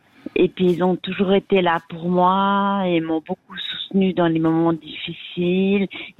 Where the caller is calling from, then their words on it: Geneva, Switzerland; moi je suis sur Genève